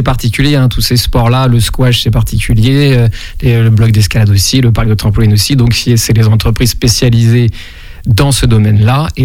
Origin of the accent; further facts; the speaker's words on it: Challans, Pays de la Loire, France; Bah alors à l'époque quand j'étais jeune et que je suis de Chalands, pour les sorties il n'y avait pas grand chose de disponible à faire.